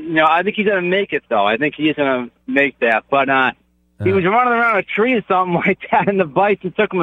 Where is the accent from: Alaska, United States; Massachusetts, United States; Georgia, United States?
Massachusetts, United States; Boston; I'm from Boston. I don't know if you know that, but I'm from over there. I'm from that area.